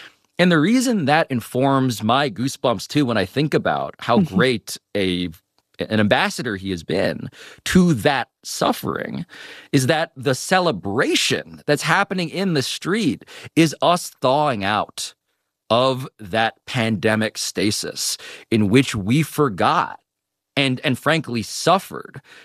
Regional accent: New York City, New York, United States; one of the best experiences you could have as a New Yorker, and I'm saying all time, I've been here for 40 years, born and raised

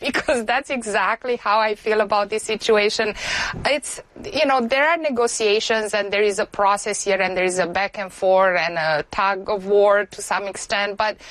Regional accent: Oradea, Bihor County, Romania; English is a second language; also born or lived in Timișoara; I have to talk about my hometown. It's not just Timișoara. I went to school there, but you should visit Oradea. It's absolutely stunning.

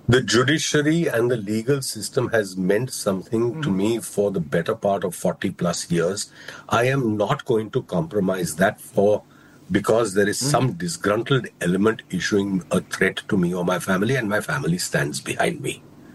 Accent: India; A threat is issued to me as an Indian citizen.

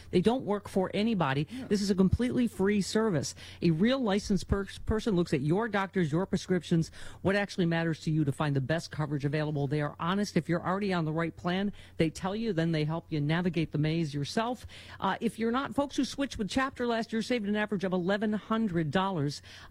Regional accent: Cheektowaga, New York, United States; I'm from Chickawaga.

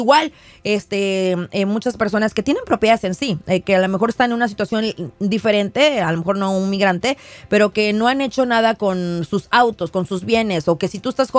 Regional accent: Mexico; No, así somos los mexicanos.

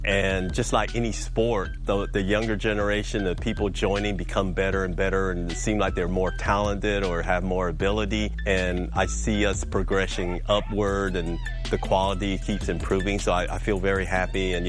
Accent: Houston, Texas, United States; I was born and raised in Houston. My roots are here.

